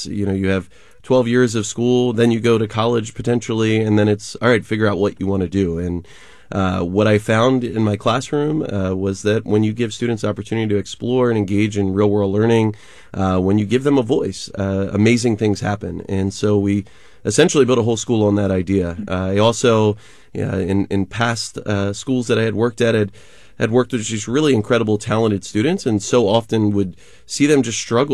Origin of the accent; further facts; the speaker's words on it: East Coast, United States; I'm originally from the East Coast